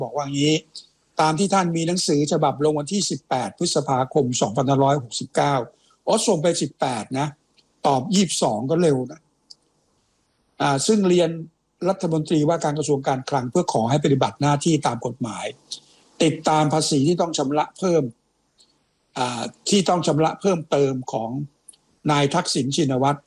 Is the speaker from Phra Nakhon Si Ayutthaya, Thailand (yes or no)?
yes; Ayutthaya, Phra Nakhon Si Ayutthaya, Thailand; ใช่เด็กหัวรอ